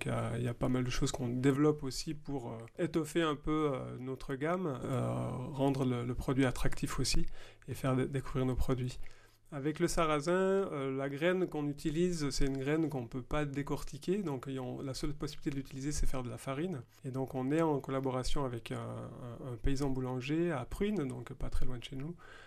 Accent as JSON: {"language": "French", "country": "Switzerland", "moved": "as an adult", "lives_now": "Aveyron, France", "said": "Moi, je suis de Suisse"}